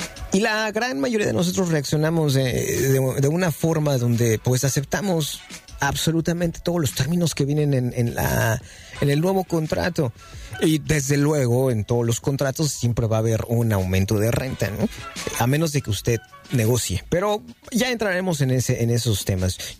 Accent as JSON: {"language": "Spanish", "country": "Mexico", "said": "en México les llamamos inquilinos"}